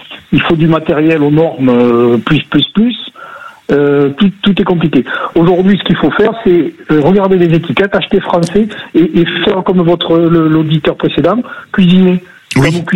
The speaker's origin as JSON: {"language": "French", "town": "Razimet", "region": "Nouvelle-Aquitaine", "country": "France", "said": "Moi, je suis pas de Tonneins, c'est à côté. Un petit village qui s'appelle Razimé."}